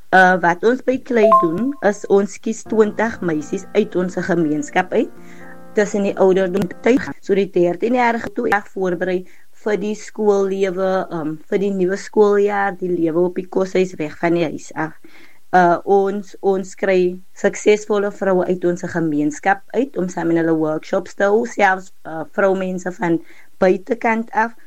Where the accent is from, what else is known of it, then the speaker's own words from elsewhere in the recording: Herbertsdale, Western Cape, South Africa; van Hubbard Style. Ek is nou nie gebore daar nie, maar ek is wel getoe in Hubbard Style. Vir die luisteraars wat nie weet waar Hubbard Style is, dit is 'n klein warm dorpie, so 50 km van Mosselbaai af.